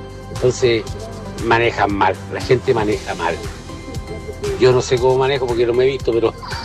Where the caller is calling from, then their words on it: Los Ángeles, Biobío, Chile; Oye, la verdad, yo soy de Los Ángeles igual.